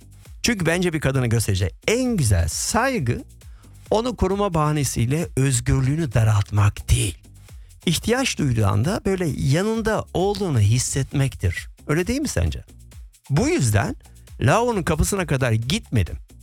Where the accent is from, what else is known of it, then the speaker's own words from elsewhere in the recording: Germany; ben Almanya'da yetiştim.